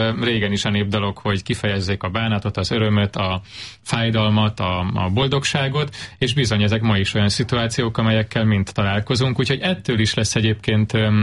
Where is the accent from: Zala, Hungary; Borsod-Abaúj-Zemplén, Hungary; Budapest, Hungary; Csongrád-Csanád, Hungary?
Zala, Hungary; én magam is ugye egy zalai kisfaluból származom